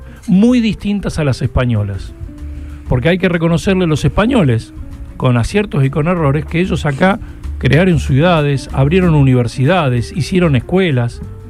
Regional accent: Argentina

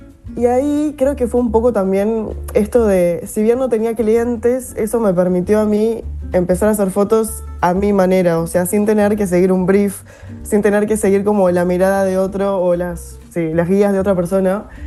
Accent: Montevideo, Uruguay; moved away as an adult; now in London, United Kingdom; Yo en verdad me mudé a Londres de Uruguay, de Montevideo, queriendo trabajar en publicidad

